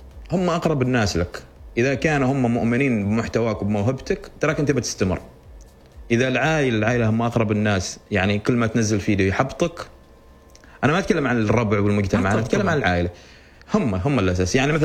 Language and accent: Arabic; Oman; قلت لهم I'm from عمان، I'm from سلطنة في عمان.